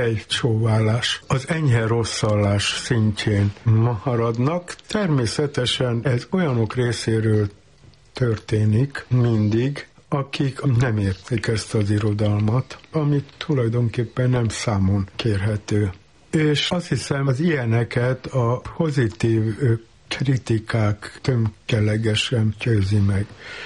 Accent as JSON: {"language": "Hungarian", "region": "Transylvania", "country": "Romania", "moved": "yes", "said": "Én inkább otthon, Erdélyben tartózkodás félét éreztem irányomban."}